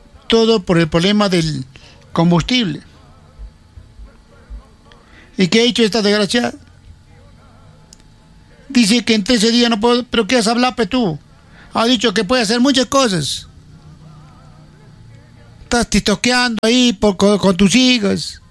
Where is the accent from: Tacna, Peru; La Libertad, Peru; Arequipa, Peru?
Arequipa, Peru; born there; Es un orgullo para todo lo que vivimos, nacimos en Arequipa. Ser arequipeños, tener nuestros tres guardianes.